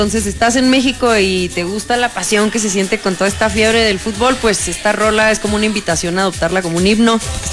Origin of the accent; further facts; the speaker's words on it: Maracaibo, Zulia, Venezuela; Sí, llegas de Caracas y yo soy de Maracaibo.